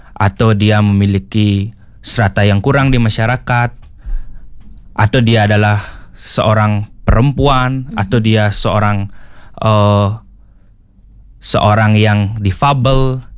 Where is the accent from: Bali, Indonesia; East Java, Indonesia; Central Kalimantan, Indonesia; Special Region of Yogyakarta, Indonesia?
Bali, Indonesia; Gianyar; Saya dari Gianyar, tepatnya tempat Siring.